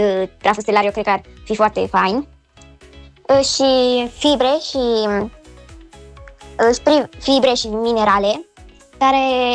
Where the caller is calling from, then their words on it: Bucharest, Romania; din București.